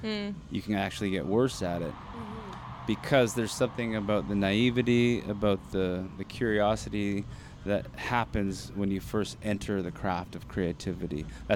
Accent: Vancouver, British Columbia, Canada; Yeah, we're all from Vancouver.

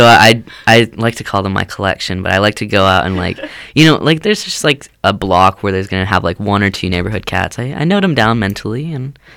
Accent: North Vancouver, British Columbia, Canada; I'm from North Vancouver, and it's like very foresty there, and I live like a block away from a forest

